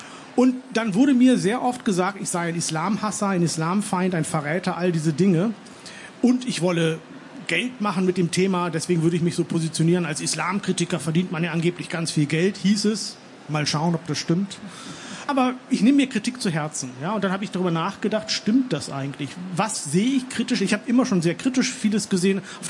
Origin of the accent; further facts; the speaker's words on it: Hollern-Twielenfleth, Lower Saxony, Germany; meine Eltern sind in den 80er Jahren in diesem kleinen Dorf Hollern-Twillenfleet, in dem ich groß geworden bin, das sehr evangelisch-lutherisch ist, konvertiert.